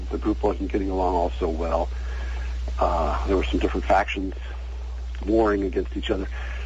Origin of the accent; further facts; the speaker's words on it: Cincinnati, Ohio, United States; moved away; I was living in, I grew up in Cincinnati, and I was living back there working as an engineer in a studio and as a musician.